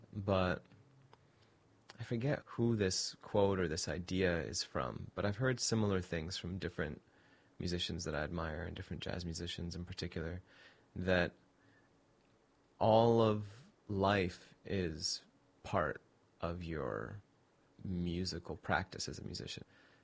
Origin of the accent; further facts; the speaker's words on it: Saudi Arabia; I grew up with them in Saudi Arabia and came up, learned music, playing with them and hanging out.